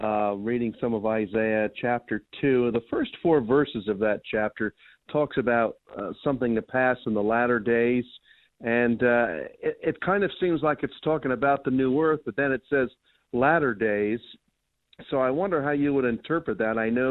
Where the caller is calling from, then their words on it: New Jersey, United States; North Jersey, where we've had a lot of snow lately